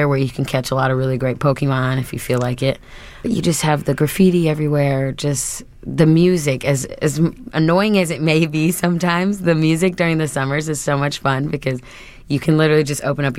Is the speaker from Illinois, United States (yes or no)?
yes; Peoria, Illinois, United States; now in Chicago, United States; I'm originally from Peoria, or Dunlap. Nobody knows where that is. And what drew me to Chicago was that there was so much diversity here and so much culture.